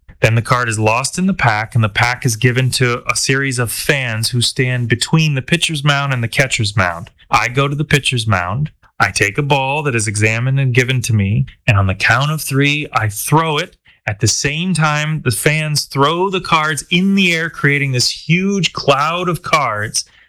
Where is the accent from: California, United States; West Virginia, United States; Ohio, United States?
Ohio, United States; Cleveland; my hometown, been cheering them on since I was 6 years old, the Cleveland Guardians